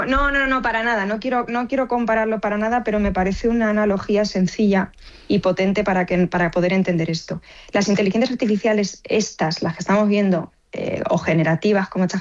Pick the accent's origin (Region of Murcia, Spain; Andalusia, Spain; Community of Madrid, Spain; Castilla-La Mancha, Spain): Castilla-La Mancha, Spain; Villarrobledo; now in Chinchilla de Montearagón, Spain; Ahora vivo en Chinchilla de Montaragón, pero soy de Villarrobledo.